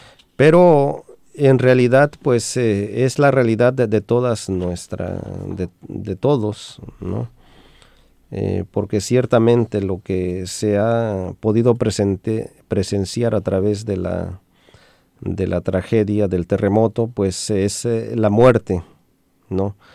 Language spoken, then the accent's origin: Spanish; Mexico; el orgullo que siento como mexicano